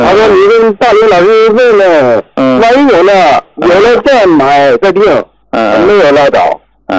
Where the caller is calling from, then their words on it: Hebei, China; 我家是河北的，